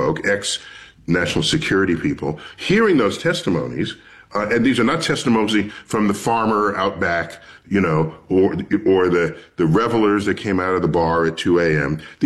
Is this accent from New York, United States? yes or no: yes; New York City, New York, United States; Born and raised in New York City, that would be the Hayden Planetarium, where I now serve as director.